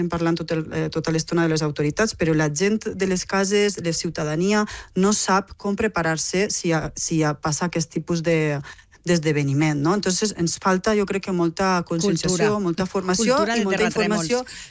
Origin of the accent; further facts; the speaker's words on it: Tavernes de la Valldigna, Valencian Community, Spain; El meu poble, per exemple, és un dels primers registres, crec que l'heu anomenat, el de 1356, de tavernes de la vall de la Vall Digna, no?